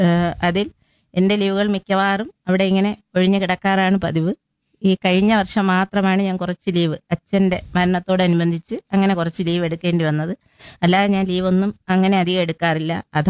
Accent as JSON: {"language": "Malayalam", "town": "Poovachal", "region": "Kerala", "country": "India", "said": "എന്റെ വീട് പൂവച്ചലാണ്, പൂവച്ചൽ."}